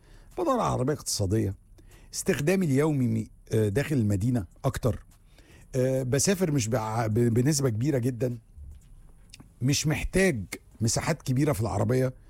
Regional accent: Egypt

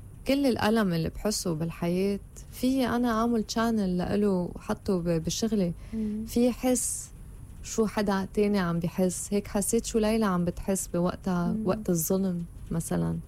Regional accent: Lebanon; وأنا كنت هيك عم فكر كلبنانية، أنا بس بدي أعيش، أنا بس بدي أعيش. 60% من حياتي عشتها حروب.

